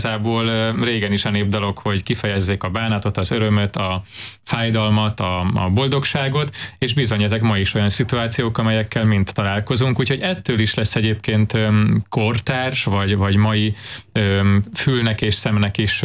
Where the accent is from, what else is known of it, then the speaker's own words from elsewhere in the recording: Zala, Hungary; moved away; én magam is ugye egy zalai kisfaluból származom